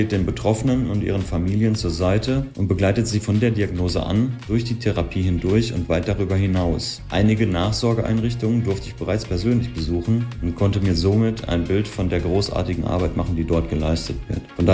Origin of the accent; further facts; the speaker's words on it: Warstein, North Rhine-Westphalia, Germany; Denn mit Petrapaula verbindet meine Heimatstadt Warstein eine jahrzehntelange Städtefreundschaft bzw. Partnerschaft.